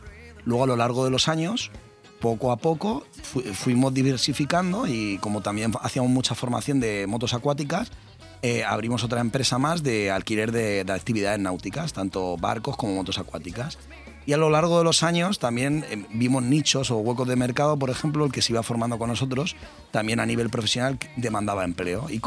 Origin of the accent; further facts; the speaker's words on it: Benidorm, Valencian Community, Spain; mi pueblo, Benidorm concretamente.